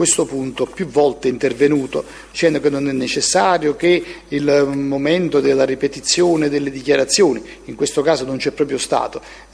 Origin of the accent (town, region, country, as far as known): Naples, Campania, Italy